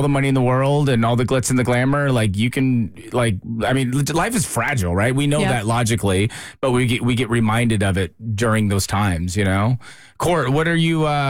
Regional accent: California, United States; I was in high school. I grew up in California. So, I mean, I listened to … and, you know, all the West Coast stuff.

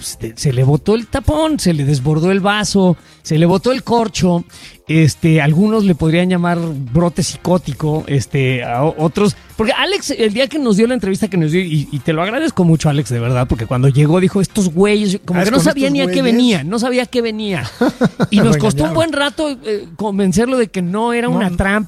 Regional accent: Mexico; porque jodones somos los mexicanos, ¿no?

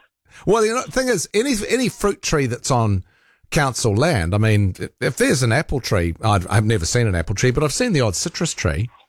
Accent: Rotorua, Bay of Plenty, New Zealand; I grew up in Rotorua. My parents built a house there.

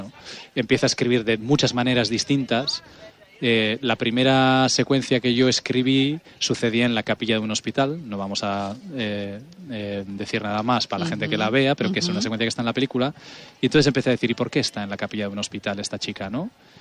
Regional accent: San Sebastián, Basque Country, Spain; now in Barcelona, Spain; yo soy de aquí, yo soy nacido, crecido en esta ciudad, o sea que soy de aquí. No, ellos saben que yo soy vasco, que soy donostiarra.

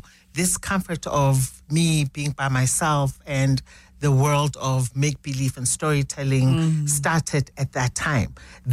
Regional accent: Canada; now in South Africa; growing up in Canada in my formative years, then I was exposed to the world of stage, the world of theatre and television quite early. Because I think in South Africa at that time, when we came back in the 80s

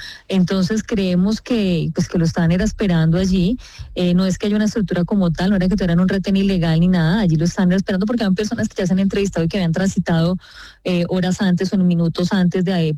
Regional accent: Meta, Colombia; los que somos del Meta y conocemos el conflicto de nuestro departamento, allí era una zona donde dejaban personas asesinadas

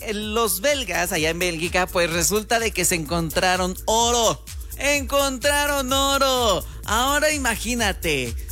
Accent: Mexico; como buenos mexicanos, una cheve, ya sabes

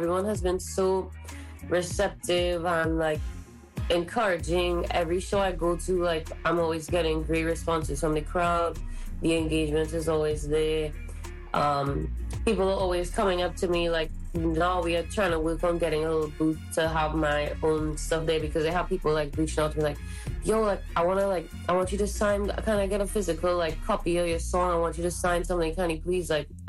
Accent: Dominica; also born or lived in Trinidad and Tobago / Barbados; like, I'm mixed because I'm from Trinidad. My dad's from Dominica. And, you know, there's no... Dominica is really not getting that shine from bouillon music, you know. And I grew up in Dominica.

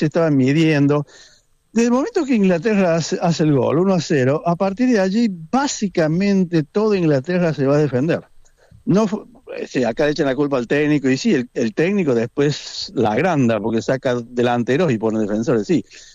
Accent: Argentina; Yo creo que a España hay solamente un equipo que le puede ganar, y ese equipo somos nosotros, Argentina.

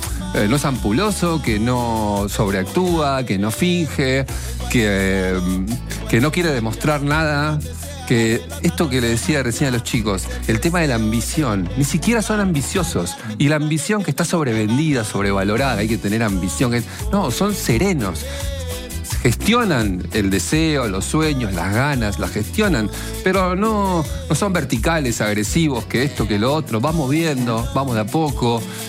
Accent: Argentina; somos Argentina, porque somos felices, estamos felices de ser Argentina

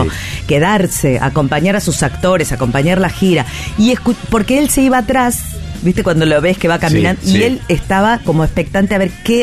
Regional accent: Rosario, Santa Fe, Argentina; qué público somos los rosarinos

